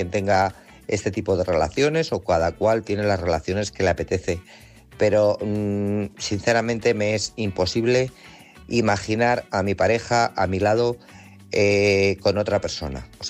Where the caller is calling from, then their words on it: Guadalajara, Castilla-La Mancha, Spain; de Guadalajara.